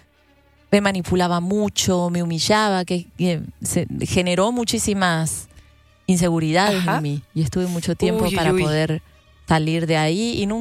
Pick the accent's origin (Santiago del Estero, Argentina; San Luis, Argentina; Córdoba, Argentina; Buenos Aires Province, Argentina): Córdoba, Argentina; moved away as an adult; now in Mexico City, Mexico; me recuerda mucho a mi ciudad, a Córdoba, la montaña cerca, el cantadito particular